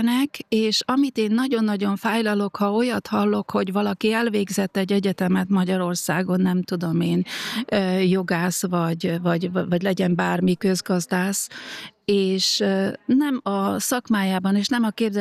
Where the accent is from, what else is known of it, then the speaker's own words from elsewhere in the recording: Slovakia; moved away as an adult; now in Vienna, Austria; ott is én kétnyelvűként nőttem fel Felvidéken, hát anyanyelvi szinten beszéltük a szlovákot, annak ellenére, hogy magyar iskolába jártam.